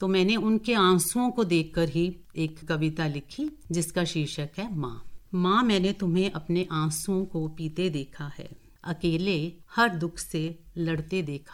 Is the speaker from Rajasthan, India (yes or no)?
no; Dharamshala, Himachal Pradesh, India; also born or lived in Palampur; मैं धर्मशाला की निवासी हूँ।